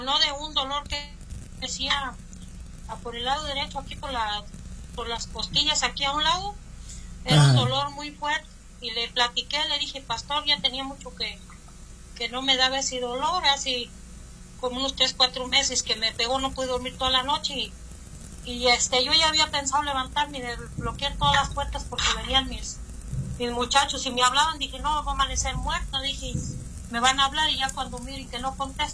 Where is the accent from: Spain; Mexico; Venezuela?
Mexico; Pénjamo, Guanajuato; born or raised there; moved away as an adult; also born or lived in Baja California; now in United States